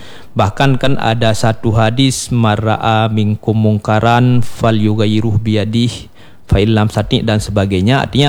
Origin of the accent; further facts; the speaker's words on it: Bireuen, Aceh, Indonesia; moved away; Saya orang Birun, bukan asli orang sini ya.